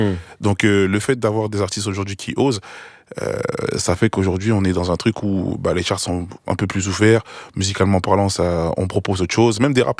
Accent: Haiti; Je suis haïtien.

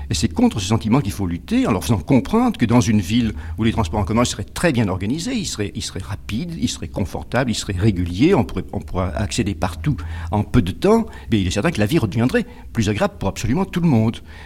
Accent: France; Vous savez, nous sommes français, un peu latins, un peu gaulois

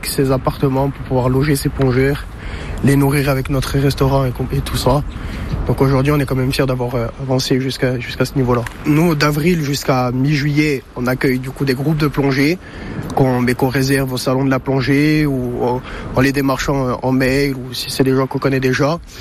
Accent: Galeria, Corsica, France; Alors moi je suis originaire de Galeria du côté de ma mère, donc j'ai grandi au village depuis que je suis tout petit, même si mon père à l'origine est originaire de Guagne. J'ai passé toute ma vie ici, ma famille est d'ici

